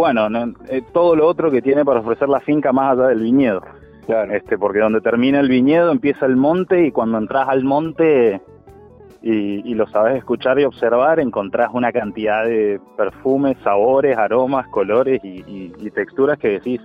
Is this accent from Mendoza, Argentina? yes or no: yes; Mendoza, Argentina; y como mendocino te digo, yo no salgo a comer a bodega